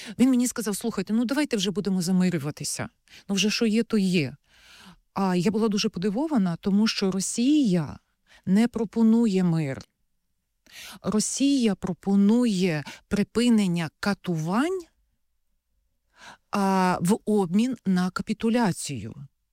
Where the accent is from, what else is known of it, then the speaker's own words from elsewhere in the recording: Kyiv, Ukraine; ми кияни, я порахувала, позавчора було 11 тривог і обстрілів.